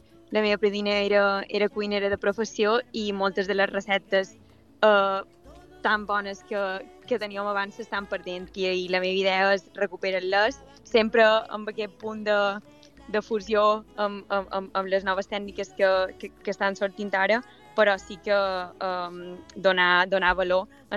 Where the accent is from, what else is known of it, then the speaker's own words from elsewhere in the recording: Pollença, Balearic Islands, Spain; jo som de Pollença